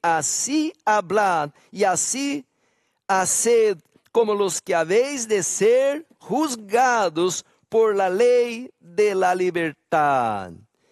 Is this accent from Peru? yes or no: no; Brazil; now in Bolivia; aquí estoy en Bolivia, yo no soy boliviano, pero soy brasileño.